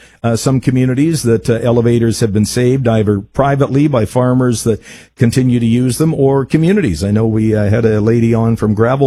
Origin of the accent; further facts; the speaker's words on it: Manitoba, Canada; I know I can relate myself to a town near my hometown in southwest Manitoba. They recently took down the one remaining elevator there.